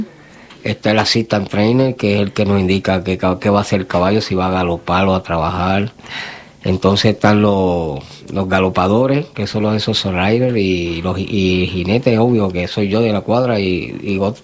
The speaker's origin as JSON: {"language": "Spanish", "country": "Puerto Rico", "moved": "yes", "lives_now": "Lexington, United States", "said": "en mi país, en Puerto Rico."}